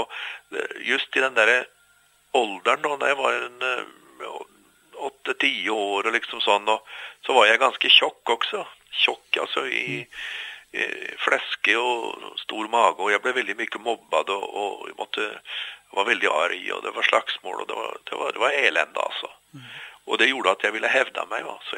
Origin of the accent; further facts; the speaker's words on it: Oslo, Norway; also born or lived in Tromsø; blev född närheten av Tromsö. Jag flyttade faktiskt ner med familjen när jag var 3 år gammal bara. Mm. Så jag har vuxit upp i Oslo.